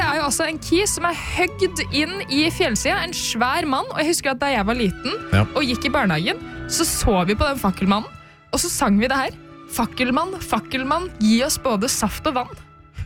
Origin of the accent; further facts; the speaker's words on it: Øyer, Innlandet, Norway; jeg er fra Øyer